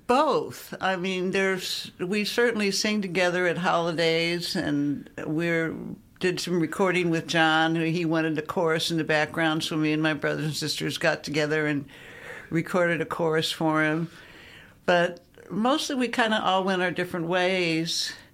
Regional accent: St. Louis, Missouri, United States; born there; moved away; also born or lived in Arizona; we're from the Hill. We weren't all born there. We were, except for Maria.

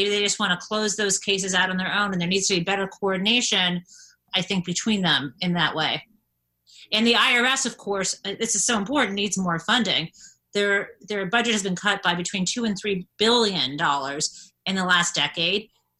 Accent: Midwest, United States; maybe it's because I'm a Midwesterner too

